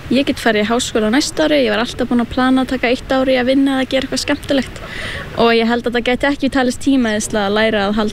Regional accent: Húsavík, Northeastern Region, Iceland; ég 19 ára og kem frá Húsavík.

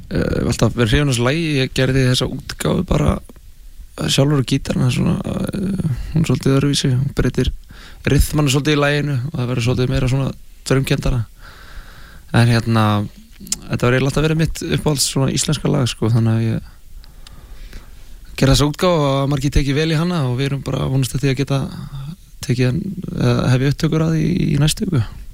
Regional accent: Mosfellsbær, Capital Region, Iceland; Við erum einmitt allir úr Mosfellsbænum.

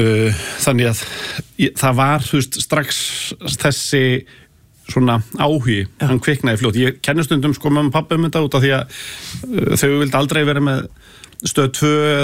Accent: Hafnarfjörður, Capital Region, Iceland; Ég er alinn upp í Hafnarfirði Ég er haffyrringur í húð og þár.

